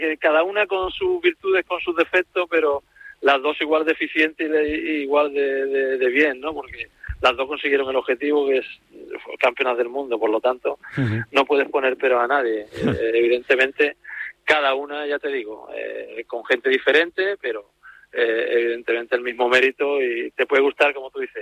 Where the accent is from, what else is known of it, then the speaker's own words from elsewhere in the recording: Jerez, Andalusia, Spain; yo estoy muy contento aquí en mi tierra, estoy muy contento en Jerez, se vive muy bien, muy tranquilo